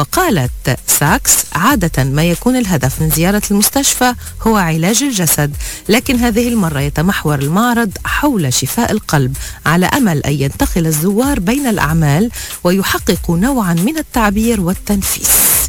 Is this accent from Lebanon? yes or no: yes; Lebanon; نحنا إذا كلبنانية